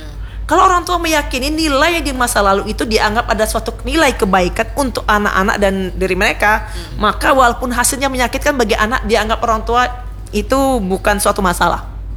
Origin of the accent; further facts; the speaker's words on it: Indonesia; kita sejak kecil di masa lalu di Indonesia kita tidak terbiasa mengekspresikan perasaan.